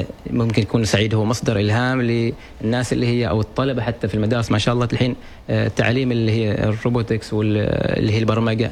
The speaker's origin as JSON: {"language": "Arabic", "country": "Oman", "said": "إحنا كفريق عمانيين."}